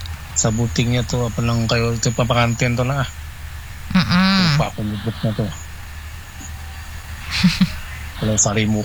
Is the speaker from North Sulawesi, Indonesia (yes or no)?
no; South Kalimantan, Indonesia; Tiba hari, ujar orang kami Banjar loh tiba hari, tahun dahulu tiba hari.